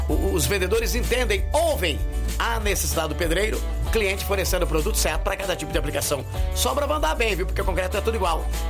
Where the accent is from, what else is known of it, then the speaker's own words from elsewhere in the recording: Descalvado, São Paulo, Brazil; e em Descalvado, minha terra querida, amada, inesquecível